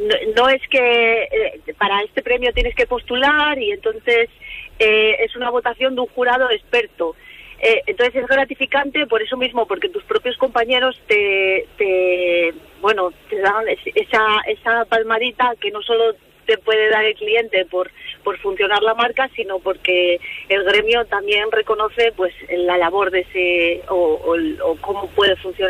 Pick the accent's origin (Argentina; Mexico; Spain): Spain; El Entrego, Asturias; Soy del Entrego